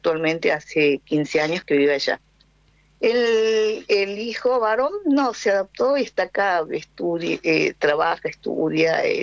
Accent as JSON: {"language": "Spanish", "region": "Jujuy", "country": "Argentina", "lives_now": "Spain", "said": "yo soy argentina. Todo, yo le digo que soy una argentina doc de origen controlado. Que soy propia porque yo, aparte de ser, soy argentina, soy jujeña, soy bien norteña, bien norteña."}